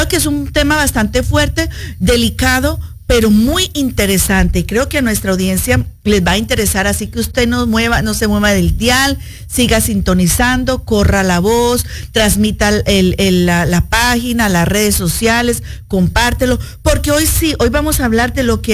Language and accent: Spanish; Colombia; yo que soy de Colombia, y hasta Samuel de Nicaragua.